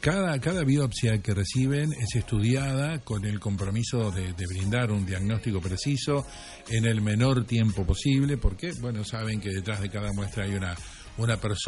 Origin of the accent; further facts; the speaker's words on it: Argentina; Los argentinos somos increíbles.